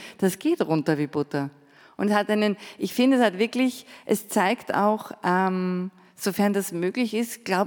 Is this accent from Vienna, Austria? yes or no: yes; Vienna, Austria; Aber das entbehrt doch bei mir als Wienerin keiner irgendwie